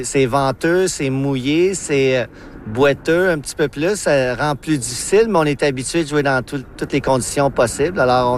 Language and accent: French; Quebec, Canada; Moi et mes amis, on est arrivés du Québec pour compétitionner tout le week-end sur ce superbe terrain, très bien entretenu.